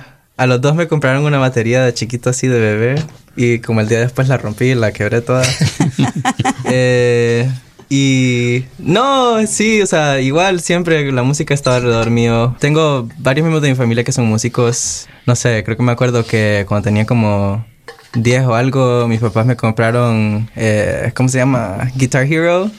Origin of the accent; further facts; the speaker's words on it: Francisco Morazán, Honduras; Yo soy originalmente de Honduras, igual de las montañas, cerca de Tegucigalpa.